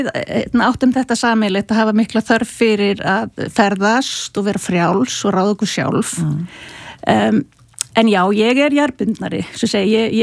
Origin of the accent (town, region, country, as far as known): Akureyri, Northeastern Region, Iceland; born or raised there